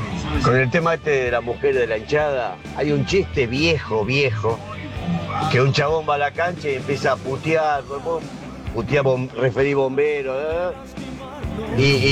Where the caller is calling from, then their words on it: Argentina; Somos así los argentinos.